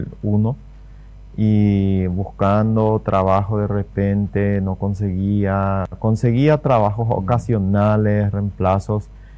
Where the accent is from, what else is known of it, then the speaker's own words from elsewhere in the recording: Santa María, Misiones, Paraguay; moved away as an adult; now in Filadelfia, Paraguay; yo soy de Misiones. Específicamente mi pueblo es Santa María Misiones.